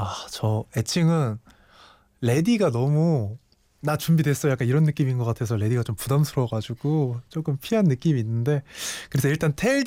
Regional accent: Cheonan, South Chungcheong, South Korea; born there; 충청남도 천안에서 태어났고요. 02년생입니다.

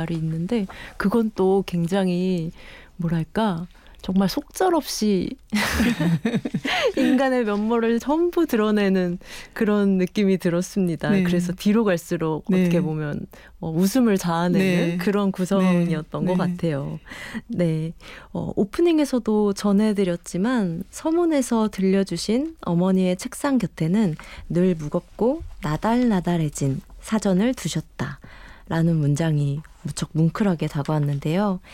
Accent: South Korea; 한국인으로서 이 DNA에서 느껴지는 어감이 주는 그 감상이 있죠.

